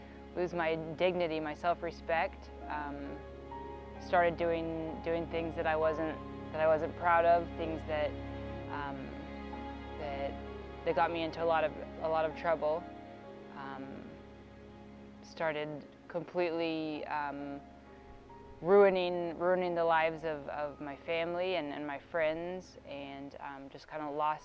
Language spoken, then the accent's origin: English; Tulsa, Oklahoma, United States; I'm 29 years old. I'm from Tulsa, Oklahoma. I was born and raised in Tulsa. I come from a good family. Born and raised Catholic